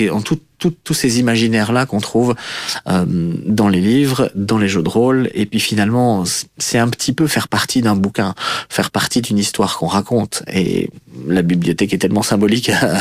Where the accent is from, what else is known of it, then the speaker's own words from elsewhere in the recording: Brussels, Brussels-Capital Region, Belgium; je suis un Bruxellois qui a un boulot, qui a des enfants